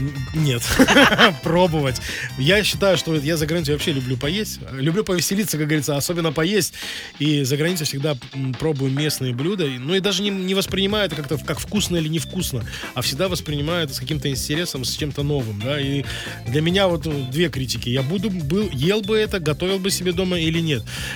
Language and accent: Russian; Belarus; наши белорусы тоже очень-очень опрятные и аккуратные